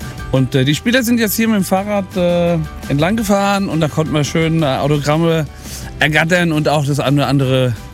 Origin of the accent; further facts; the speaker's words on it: Hesse, Germany; Wir sind aus der Nähe von Frankfurt.